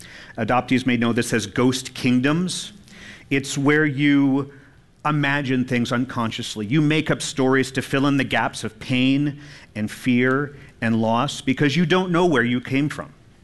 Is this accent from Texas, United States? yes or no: yes; El Paso, Texas, United States; born there; I am not Mayan Indian. I was born in El Paso to a mother who was an alcoholic and possibly a drug addict.